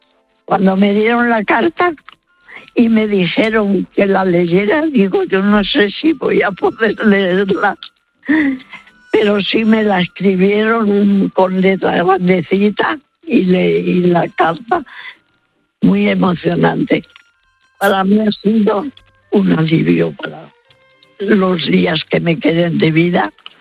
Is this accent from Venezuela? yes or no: no; Madrid, Community of Madrid, Spain; Y ya dije de dónde era, de Madrid.